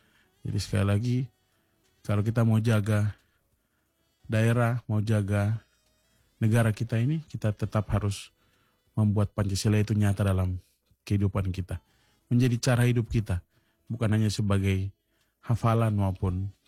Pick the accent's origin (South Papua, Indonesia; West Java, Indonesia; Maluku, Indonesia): South Papua, Indonesia; semenjak kita lahir dan besar di Papua Selatan ini